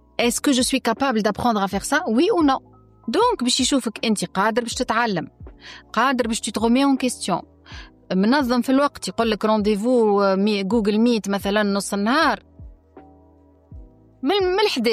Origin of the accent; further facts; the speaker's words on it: Tunisia; أنا تونسية